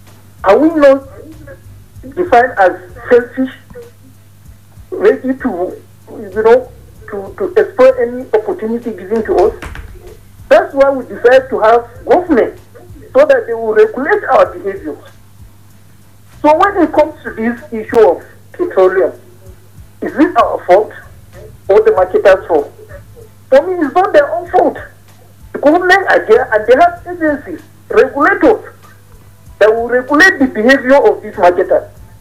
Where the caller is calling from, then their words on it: Bukuru, Plateau, Nigeria; I'm calling from Bukuru.